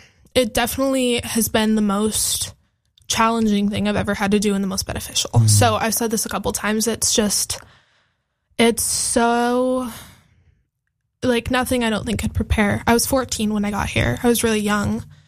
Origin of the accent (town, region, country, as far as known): Bend, Oregon, United States; born or raised there